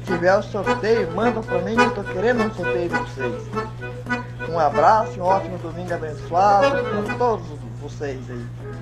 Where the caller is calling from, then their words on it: Brazil; aqui do Tiradentes 1.